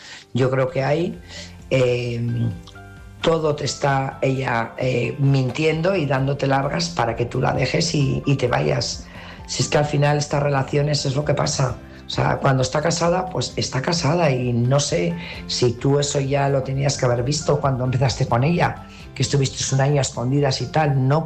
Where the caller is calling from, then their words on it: Burgos, Castile and León, Spain; corresponsal de Burgos